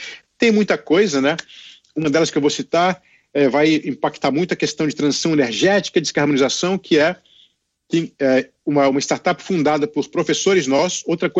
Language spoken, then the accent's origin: Portuguese; Brasília, Federal District, Brazil; now in United States; Sabe que eu sou de Brasília, sou matemático pela Universidade de Brasília, uma ótima universidade